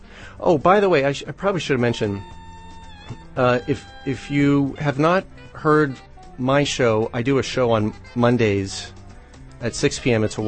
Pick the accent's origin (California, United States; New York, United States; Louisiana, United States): Louisiana, United States; New Orleans; born there; moved away; I lived several years growing up in New Orleans.